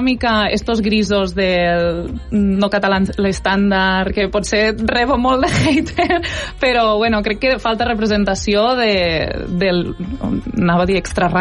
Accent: Catalonia, Spain; pues sí, fugir de lo que jo com a ebrenca i acostumada als no referents que tenim

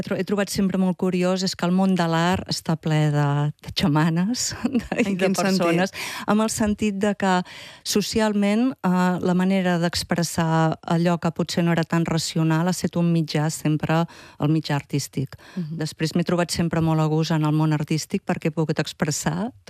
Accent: Tona, Catalonia, Spain; born there; Vaig néixer a Tona i en aquests moments visc a Tona, també. des de fa uns anys

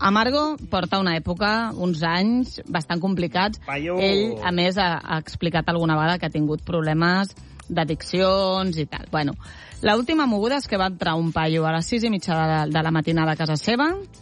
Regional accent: Catalonia, Spain; Com som els catalans, ens contentem, eh?

